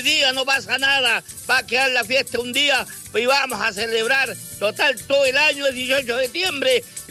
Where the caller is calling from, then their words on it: Vallenar, Atacama, Chile; de acá de Vallenar, de la comuna de Alto del Carmen